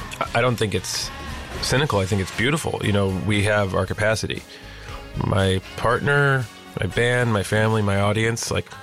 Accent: New Jersey, United States; We got married in this beach town that I grew up in Jersey.

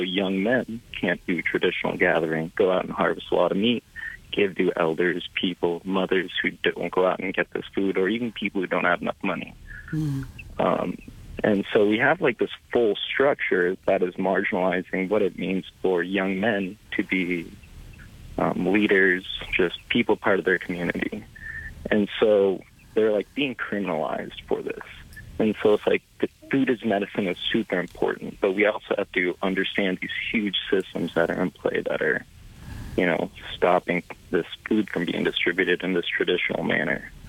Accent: Hooper Bay, Alaska, United States; now in Fairbanks, United States; I am originally from Hooper Bay.

